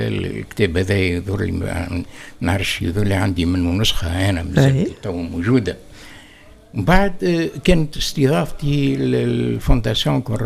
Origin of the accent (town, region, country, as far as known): Sidi Bou Said, Tunis Governorate, Tunisia; born there